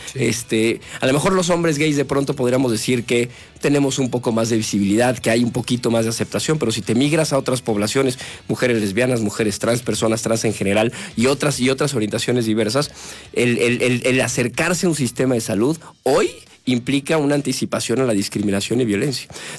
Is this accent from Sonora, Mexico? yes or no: no; San Luis Potosí, Mexico; yo soy de San Luis.